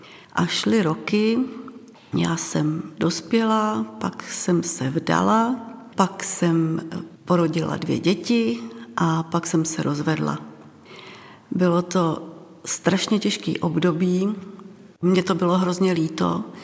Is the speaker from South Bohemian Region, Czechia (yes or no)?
no; Čelákovice, Central Bohemian Region, Czechia; z Čelákovic a chtěla jsem se s vámi sdílet o tom, jak jsem poznala Pána Ježíše.